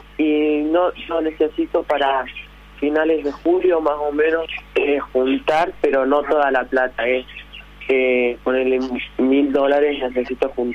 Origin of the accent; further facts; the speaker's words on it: Santa Rosa de Calamuchita, Córdoba, Argentina; Soy de Santa Rosa de Calamuchita, Córdoba.